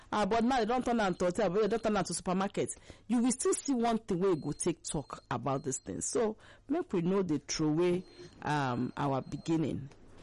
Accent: Akwa Ibom, Nigeria; Maybe somebody like me, I married to Abian man, I'm from Akwa Ibom

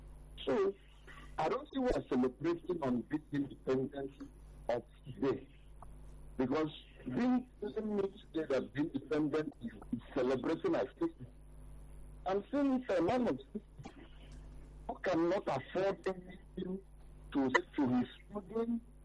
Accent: Nigeria; Nigerians, we have been experiencing a lot.

